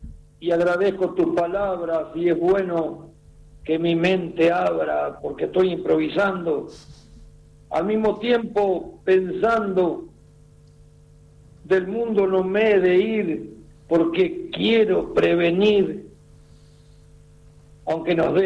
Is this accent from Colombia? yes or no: no; Chacabuco, Buenos Aires Province, Argentina; moved away as an adult; now in Colón, Argentina; Soy criado en Chacabuco y sí, hace 32 que vivo en Colón.